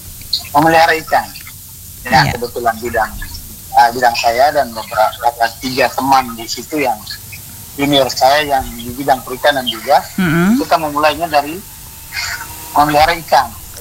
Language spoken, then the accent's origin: Indonesian; Larantuka, East Nusa Tenggara, Indonesia; Selama saya lahir dan besar di kota Larang Tuka